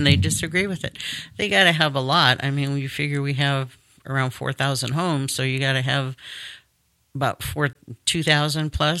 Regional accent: Rio Vista, California, United States; because I wanted to go to one of my hometown Rio Vista meetings

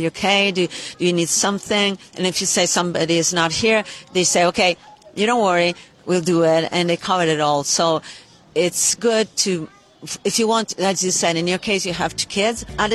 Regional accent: Italy; also born or lived in United States; I was born in the States and then raised in Italy.

